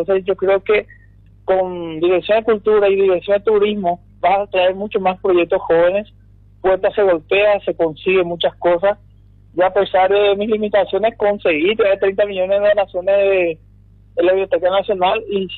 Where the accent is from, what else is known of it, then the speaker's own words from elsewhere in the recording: Paraguay; lo que llama la atención es que tenemos nosotros como paraguayos y fronterizos para ofrecer.